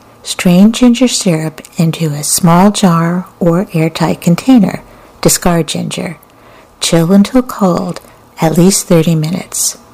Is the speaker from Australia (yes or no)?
yes; Australia; When I was growing up in Australia, my mom would cut a giant wedge of watermelon, slice a cheek of sun-ripened mango